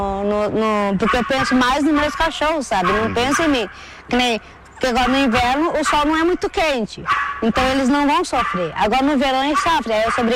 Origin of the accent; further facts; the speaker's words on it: Uruguaiana, Rio Grande do Sul, Brazil; Eu sou de Uruguaiana.